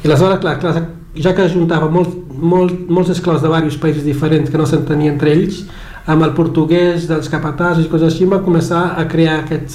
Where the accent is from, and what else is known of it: Cape Verde; first language Cape Verdean Creole; Catalan is a second language; now in Barcelona, Spain